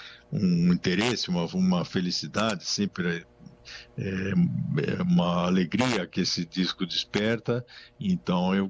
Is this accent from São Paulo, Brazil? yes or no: yes; São Paulo, Brazil; porque eu sou de São Paulo.